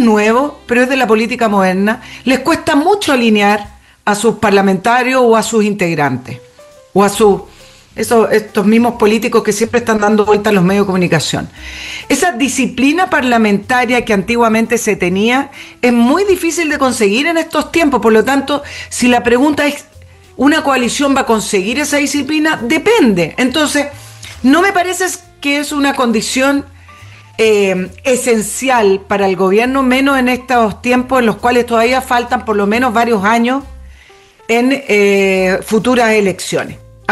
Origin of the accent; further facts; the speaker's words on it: Chile; somos chilenos